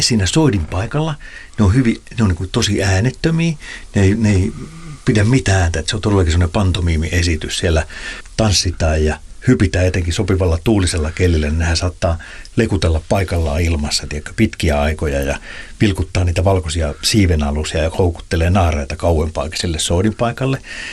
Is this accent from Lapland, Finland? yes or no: no; Pori, Satakunta, Finland; Mä muistan 80-luvulla, niin kun mä oon Porista kotoisin, niin siellä oli vielä suokukkoja soittimia